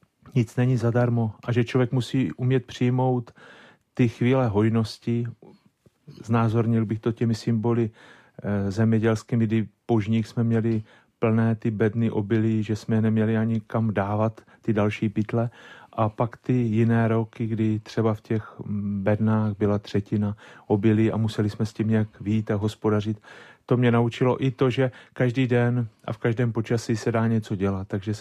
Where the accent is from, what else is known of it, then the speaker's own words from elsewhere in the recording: Strání, Zlín Region, Czechia; Pocházím z obce Strání, která leží na moravskoslovenském pomezí. Narodil jsem se tam v roce 1966 jako sedmý z 11 dětí … Byla to zemědělská rodina. V ní jsem prožil své mládí